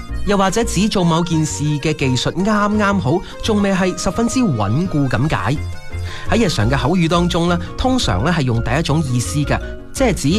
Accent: Guangdong, China; 我哋广东人食粥，

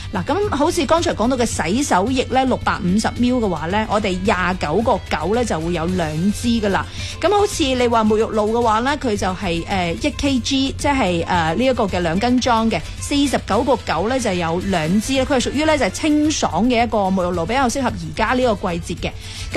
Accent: Guangdong, China; 我哋广东人

